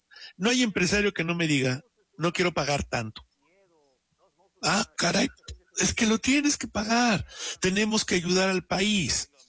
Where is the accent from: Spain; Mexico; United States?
Mexico; Nosotros como mexicanos